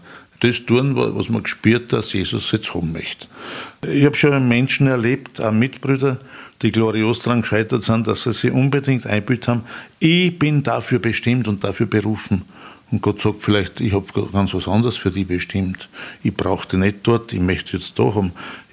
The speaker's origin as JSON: {"language": "German", "region": "Upper Austria", "country": "Austria", "tie": "born or raised there", "said": "wenn ich in meine Heimat fahre, da fängt dann der Kobernaußerwald an und so, da wird schon sehr hügelig und waldig."}